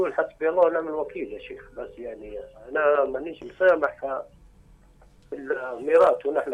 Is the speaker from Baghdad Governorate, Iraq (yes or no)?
yes; Baghdad, Baghdad Governorate, Iraq; أنا من بغداد في منطقة في المغرب يعتبروا خوالي عمامي نفس الوقت